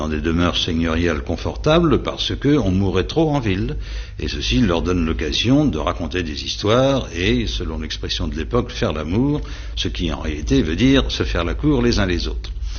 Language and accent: French; France